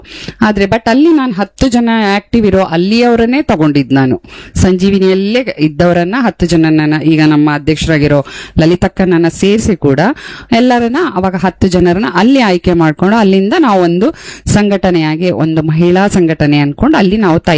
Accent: Raichur, Karnataka, India; now in Kota, India; ನಾವು ಹುಟ್ಟಿ ಬೆಳೆದಿದ್ದೆಲ್ಲ ರಾಯಚೂರು, ಮದುವೆ ಆಗಿ ಬಂದಿದ್ ವಾಪಸ್ ಬೈಂದೂರ್ಗೆ, ಆಮೇಲೆ ಮತ್ತೆ ನಾವು ಇಲ್ಲೇ ಇದ್ದಿದ್ದೀಗ ಕೋಟಕ್ಕೆ ಬಂದದ್ದು.

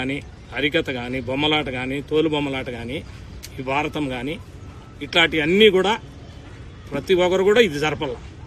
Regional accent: Madanapalle, Andhra Pradesh, India; మా స్వస్థలం ఇక్కడ అనపకుట్ట, మన 1వ వార్డు మదనపల్లి.

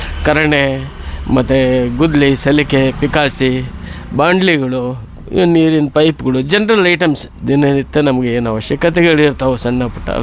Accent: Mundargi, Karnataka, India; now in Shivamogga, India; ನಮ್ದು ಹುಟ್ಟೂರು ಮುಂಡ್ರಿಗೆ.

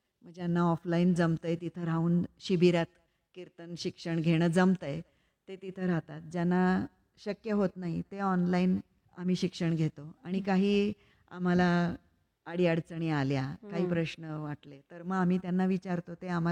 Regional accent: Wathar, Maharashtra, India; आणि वाठार म्हणून साताऱ्याच्या इथं आमचं एक गाव आहे, ते माझं माहेर आहे.

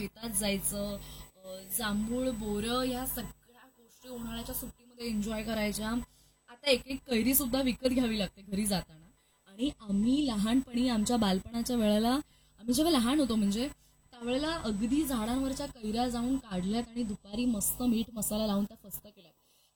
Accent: Mumbai, Maharashtra, India; born there

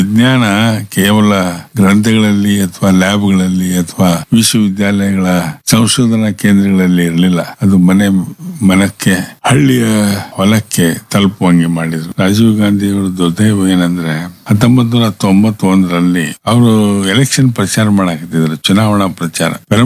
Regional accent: Gadag, Karnataka, India; ನಾವು ಗದಗಿನವರು

